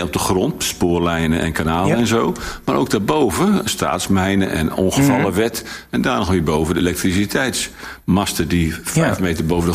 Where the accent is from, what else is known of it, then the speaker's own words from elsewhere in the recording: Emmeloord, Flevoland, Netherlands; born there; Want ik ben geboren in Emmeloord, achter die Afsluitdijk.